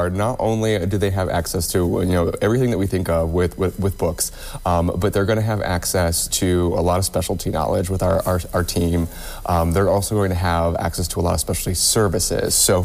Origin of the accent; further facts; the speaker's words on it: Coldwater, Ohio, United States; also born or lived in 419 area code, northwest Ohio; I actually spent most of my life so far in the 419. I was originally from a small town called Coldwater, Ohio.